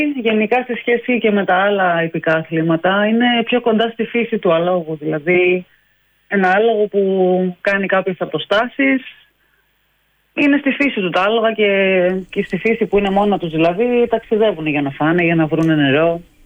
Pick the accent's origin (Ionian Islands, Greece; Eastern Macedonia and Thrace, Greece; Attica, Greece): Ionian Islands, Greece; Corfu; Εμένα μου άρεσε από πάντα το νησί μου.